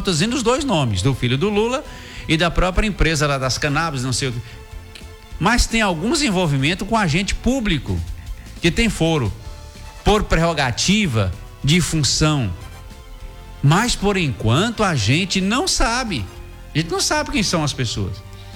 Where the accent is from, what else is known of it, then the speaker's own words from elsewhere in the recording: Brazil; Nós somos comuns, somos brasileiros